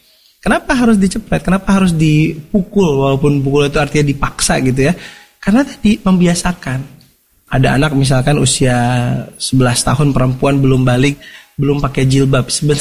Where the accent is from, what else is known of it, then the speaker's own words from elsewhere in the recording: Bandung, West Java, Indonesia; saya kan orang Bandung. Sekolah di Gontor, di Jawa Timur.